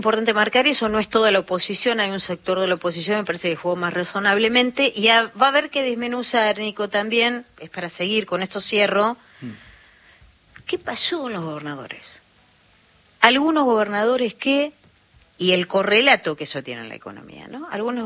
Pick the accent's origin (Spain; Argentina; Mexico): Argentina; Y que habla mucho de cómo somos los argentinos.